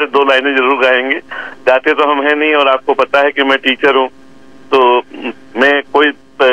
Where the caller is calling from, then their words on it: Bahraich, Uttar Pradesh, India; एक आरजे की मेमोरी में … बहराइच पड़ा हुआ है